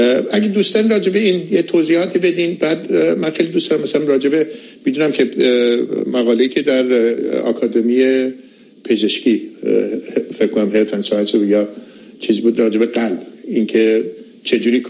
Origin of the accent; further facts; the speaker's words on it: Iran; واقعا داشتن همچین هموطنانی برای من به عنوان یک ایرانی باعث بسیار خیلی غرورآمیز و غرورانگیز.